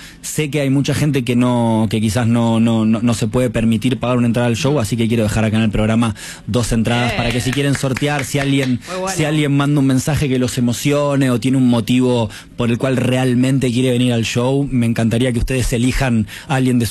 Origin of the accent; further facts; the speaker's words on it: Buenos Aires, Argentina; como soy de Buenos Aires, arranco mi gira por lo general siempre en Buenos Aires